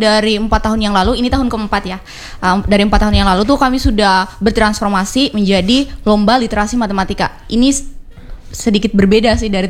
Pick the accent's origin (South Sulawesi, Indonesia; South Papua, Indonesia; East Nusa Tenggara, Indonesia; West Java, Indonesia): East Nusa Tenggara, Indonesia; now in Kupang, Indonesia; Saya orang Manggarai Barat.